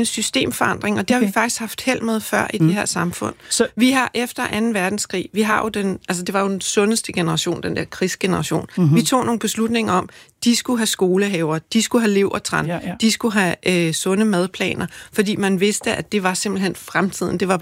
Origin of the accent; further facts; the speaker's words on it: Zealand, Denmark; Jeg er vokset op på Sydsjælland, på landet